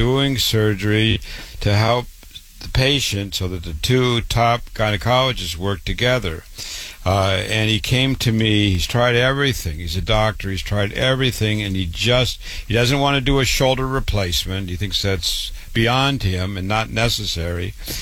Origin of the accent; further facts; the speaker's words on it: Waterloo, Iowa, United States; now in New York, United States; I was born and raised in Waterloo, Iowa, MD at 25